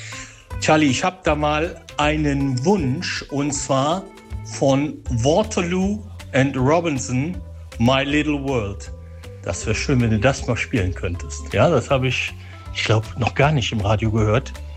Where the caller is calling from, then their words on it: Lohmar, North Rhine-Westphalia, Germany; aus Lohmar-Dohnrath.